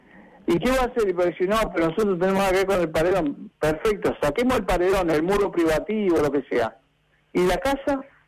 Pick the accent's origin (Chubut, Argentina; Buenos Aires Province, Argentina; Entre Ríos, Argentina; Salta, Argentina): Chubut, Argentina; Comodoro Rivadavia; No somos parte de otro país, somos parte de la República Argentina, de la provincia de Chubut, de Comodoro Rivadavia.